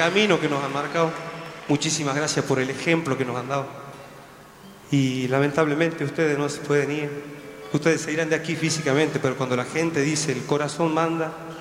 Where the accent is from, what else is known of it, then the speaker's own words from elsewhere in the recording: Salta, Argentina; Como salteño, muchísimas gracias por ser de aquí, porque realmente yo creo que todos nos sentimos orgullosos de ser salt